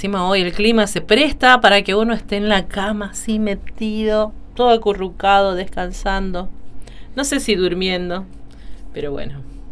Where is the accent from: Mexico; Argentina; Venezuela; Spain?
Argentina; Northwest Argentina; moved away; Yo vengo de Tierra del Norte y en el norte se estila mucho el picante.